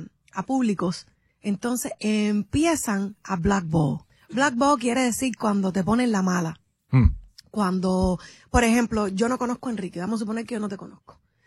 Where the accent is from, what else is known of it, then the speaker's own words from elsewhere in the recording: Miami, Florida, United States; yo crecí aquí, en Miami